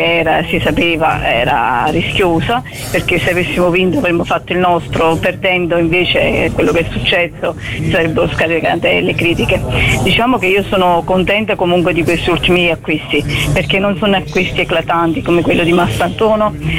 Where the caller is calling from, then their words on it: Castellabate, Campania, Italy; Io da Castellabate, provincia di Salerno, paese di Benvenuti al Sud.